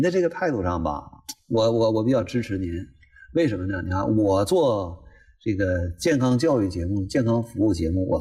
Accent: China; 我们中国人

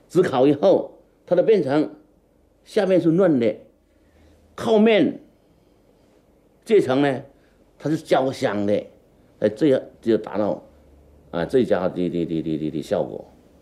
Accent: Nanning, Guangxi, China; 我们南宁人呢叫老友粉，广西都是有每个村庄都有竹子嘛。

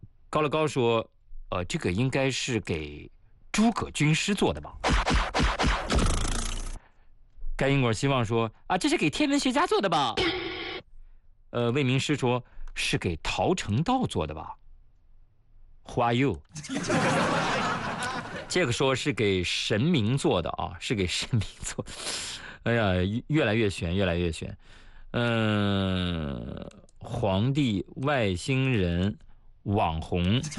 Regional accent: China; 作为一个中国人，感觉到很骄傲啊！

